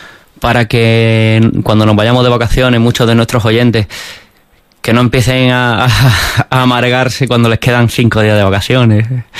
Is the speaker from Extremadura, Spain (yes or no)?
no; Melilla, Spain; Bueno, pues yo que soy de Melilla y he vuelto, volver a Melilla, ¿no? Ver la calidad de vida que tengo.